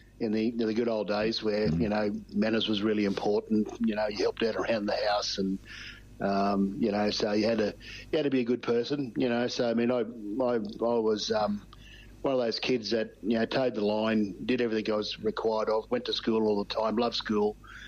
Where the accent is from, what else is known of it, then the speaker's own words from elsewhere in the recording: Queensland, Australia; but very pleased that, you know, I'm Australian South Sea Islander.